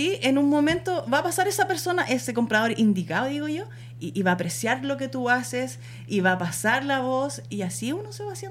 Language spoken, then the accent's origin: Spanish; Isla de Maipo, Santiago Metropolitan Region, Chile; Yo soy de la Islita, Caperana.